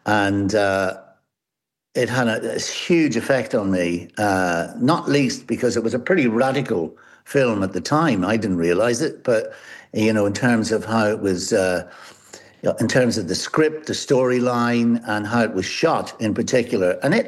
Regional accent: Enniskillen, Northern Ireland, United Kingdom; And, although we had Wilde and Beckett both in my hometown of Enniskillen, there's no reason why we couldn't have, heard a lot more of Kavanagh when I was at school.

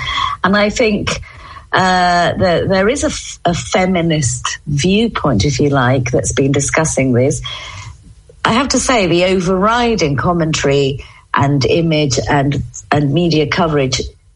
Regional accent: Argentina; someone wouldn't charge me for sandwiches on a beach holiday about 25 years ago because I was from Argentina.

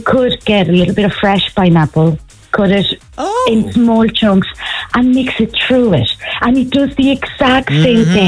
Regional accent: Monterrey, Nuevo León, Mexico; now in Dublin, Ireland; I'm from the northeast of Mexico, from a city called Monterrey. We're about 2.5 hours drive from the border with Texas. So it's very dry, very, very hot.

